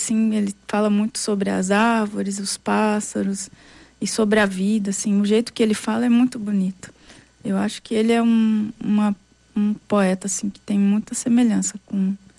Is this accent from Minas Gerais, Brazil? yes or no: yes; Minas Gerais, Brazil; sou mineira, cabreira